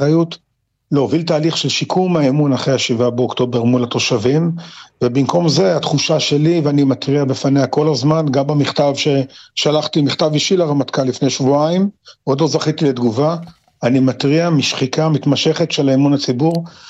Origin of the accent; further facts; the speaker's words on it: Kfar Aza, Southern District, Israel; אני גם כילד וגם כבאדם בוגר בקיבוץ כפר עזה עם ילדיי